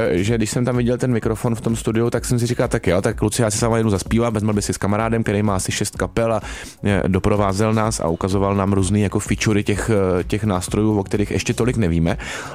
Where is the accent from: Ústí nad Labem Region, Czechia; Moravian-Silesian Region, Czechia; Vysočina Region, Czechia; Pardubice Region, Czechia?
Moravian-Silesian Region, Czechia; Ostrava; Jako Ostráva. My jsme oba dva z Ostravy.